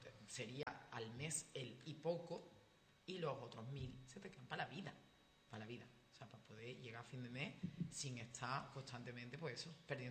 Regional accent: Andalusia, Spain; yo vengo del campo de Gibraltar

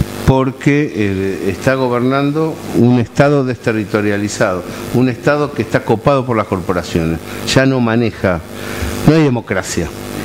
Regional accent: Argentina; nuestro país

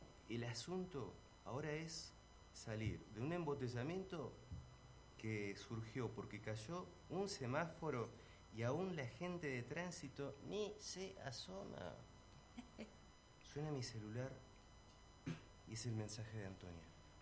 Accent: Neuquén, Argentina; also born or lived in Sierra Grande, Río Negro; Nací en Sierra Grande, bueno, me fui criando en la provincia que está al ladito, en Neuquén.

